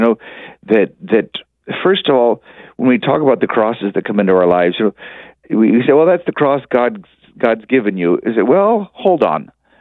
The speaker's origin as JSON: {"language": "English", "region": "Texas", "country": "United States", "tie": "born or raised there", "said": "And of course, I grew up in the Bible Belt in Texas, and so I had a lot of Baptist friends growing up"}